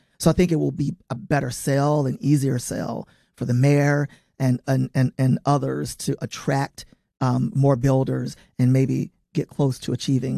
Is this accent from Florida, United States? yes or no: no; Somerville, Tennessee, United States; You know, I grew up out in Somerville in the neighboring county, Fayette County, in an old dilapidated house with no central air and heat.